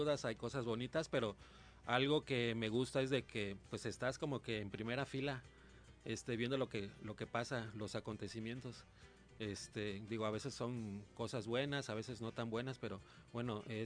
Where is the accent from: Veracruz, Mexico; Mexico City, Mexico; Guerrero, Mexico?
Guerrero, Mexico; Acapulco; born there; somos de aquí, acapulqueños, venimos de la Costa